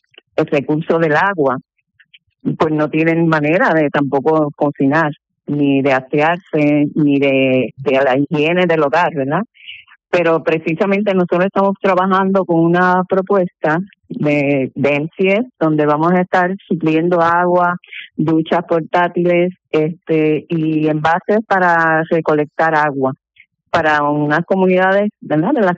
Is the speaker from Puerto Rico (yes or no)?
yes; Utuado, Puerto Rico; born there; Nací en Utuado y conozco el área y sé que es una de gran necesidad.